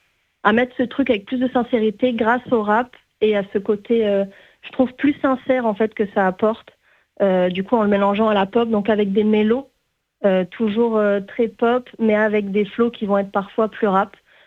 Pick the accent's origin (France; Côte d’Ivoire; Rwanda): France; Occitanie; je viens du Gard